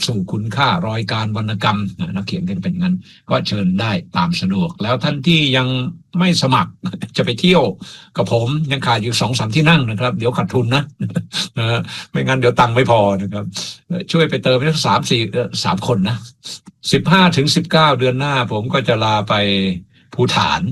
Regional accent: Pak Chong, Nakhon Ratchasima, Thailand; ผมเป็นคนปากช่อง

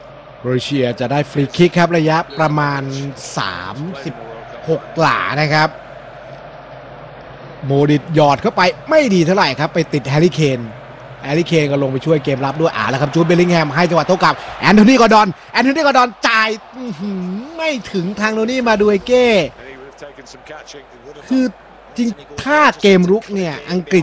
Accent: Bangkok, Thailand

